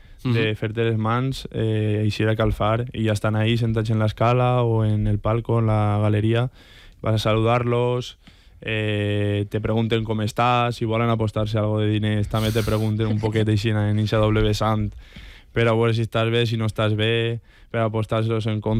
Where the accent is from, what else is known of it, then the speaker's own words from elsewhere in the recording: Montserrat, Valencian Community, Spain; jo sóc de Montserrat